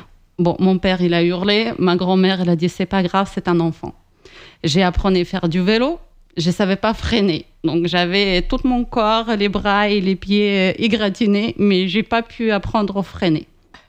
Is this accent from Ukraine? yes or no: yes; Western Ukraine, Ukraine; first language Ukrainian; French is a second language; moved away as an adult; now in Montpellier, France; je suis née en Ukraine en octobre 1976. Aujourd'hui, bientôt, je vais avoir 50 ans. Donc, si je peux comparer, c'est la moitié de ma vie. De 25 ans, j'ai vécu en Ukraine parce que je l'ai quittée à l'âge de quasiment à la veille de mon anniversaire de 25.